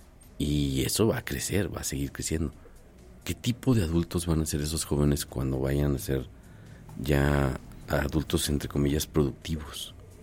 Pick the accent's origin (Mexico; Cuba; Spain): Mexico; cómo somos nosotros mexicanos